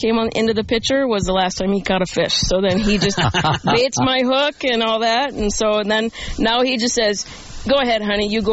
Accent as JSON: {"language": "English", "town": "Brooklyn Park", "region": "Minnesota", "country": "United States", "tie": "born or raised there", "also_born_or_lived": "Spokane", "said": "Yeah, I was born in Spokane, then our family moved to Brooklyn Park, Minnesota."}